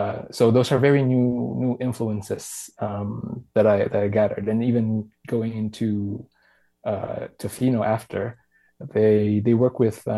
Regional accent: Philippines; now in Whistler, Canada; Because a lot of the stuff I grew up with in the Philippines, they're mostly two seasons that we get.

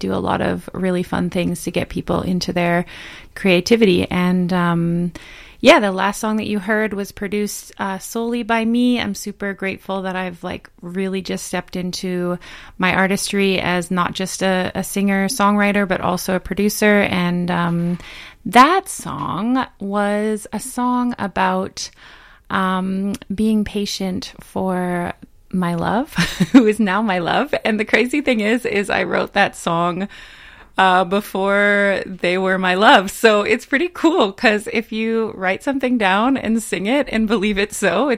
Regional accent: Nelson, British Columbia, Canada; also born or lived in Boston, Massachusetts; now in Vancouver, Canada; I live here in Vancouver. I was born in Boston, Massachusetts, raised in Nelson, BC, and I've been living here since 2005, actually.

